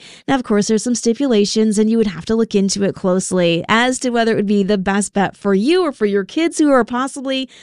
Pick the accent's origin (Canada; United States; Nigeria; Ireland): Canada; I mean, it might be a little chilly, but we're Canadian. We're used to the cold.